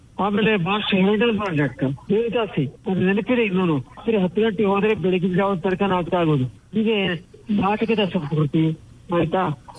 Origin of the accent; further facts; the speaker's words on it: Chitradurga, Karnataka, India; ಆರಂಭ ಆಗಿದ್ದು ನಮ್ಮ ಹಳ್ಳಿಯಲ್ಲಿ, ಆದ್ರೆ ನಿಜವಾಗ್ಲೂ ನಾನು ಯೌವನ ಪ್ರವೇಶ ಮಾಡಿದ್ದು, ಹರಿಯ ಪ್ರವೇಶ ಮಾಡಿದ್ದು ದುರ್ಗದಲ್ಲಿ.